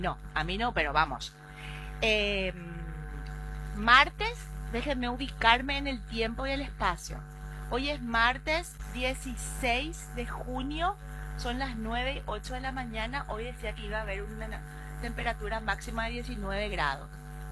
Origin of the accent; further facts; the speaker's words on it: Paraguay; como lo que somos así, los paraguayos